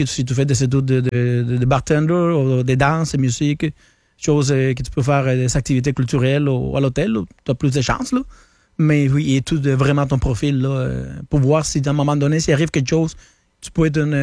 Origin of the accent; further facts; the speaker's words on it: Cuba; moved away as an adult; J'ai quitté Cuba en 2014. À peu près 30 ans, là. 30, 31 ans, là. J'ai vécu là-bas.